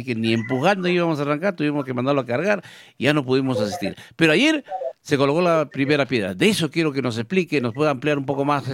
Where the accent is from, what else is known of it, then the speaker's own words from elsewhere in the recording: Tarma, Junín, Peru; now in Villa Rica, Peru; Yo soy de Tarma, por ejemplo, nuestras calles son estrechas ahí en Tarma.